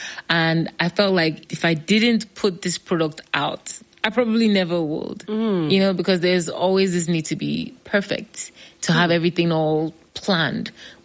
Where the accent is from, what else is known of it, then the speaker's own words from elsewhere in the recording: Nigeria; Because it wasn't logical for me. We come from Nigeria now. Who wants to be a musician?